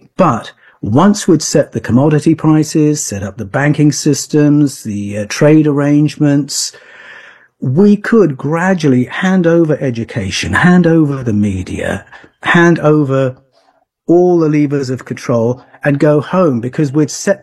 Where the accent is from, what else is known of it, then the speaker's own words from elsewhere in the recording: United Kingdom; So, I mean, I grew up in Britain, and Great Britain had the experience of invading other people's countries